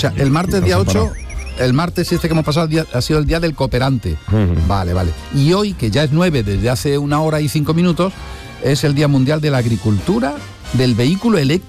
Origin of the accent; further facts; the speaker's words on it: Córdoba, Andalusia, Spain; Bueno, tú eres de Sevilla, yo no, yo soy cordobés, aunque tú trabajas en Córdoba.